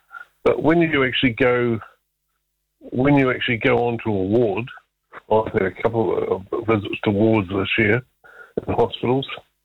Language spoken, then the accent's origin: English; Wellington, New Zealand; Well, I come from Wellington.